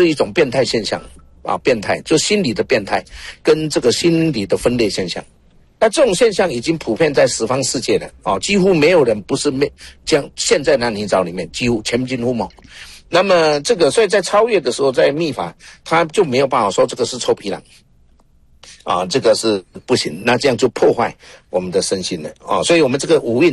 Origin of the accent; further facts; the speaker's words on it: Taiwan; 因为我是台湾人